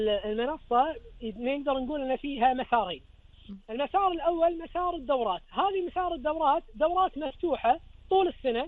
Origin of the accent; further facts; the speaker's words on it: Kuwait; احنا عندنا بالكويت